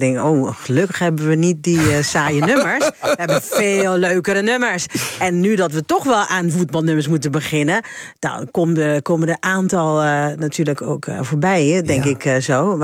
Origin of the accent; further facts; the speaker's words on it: Curaçao; Kijk, wij zijn Curaçaoënaars, maar in het papiaments noem je dat Judy Curaçao. Een kind van Curaçao. Dus Curaçao is onze moeder.